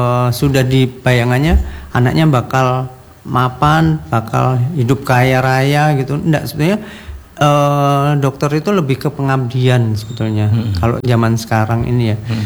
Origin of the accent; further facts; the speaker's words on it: Java, Indonesia; karena saya orang Jawa ya Pak ya